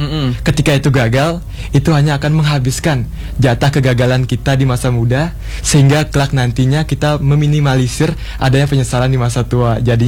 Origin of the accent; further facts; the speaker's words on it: Singaraja, Bali, Indonesia; Dan saya berasal dari Banyu Asri, Jalan Sudirman.